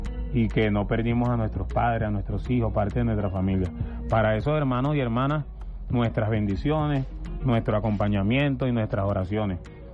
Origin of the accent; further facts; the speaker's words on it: Venezuela; Como venezolanos y venezolanas